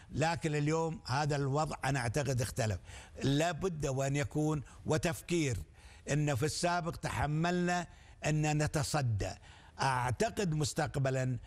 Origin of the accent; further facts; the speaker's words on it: Kuwait; الحقيقة في منطقتنا الكويت وحدها عانت كثيرا بمرارة من إيران الحقيقة،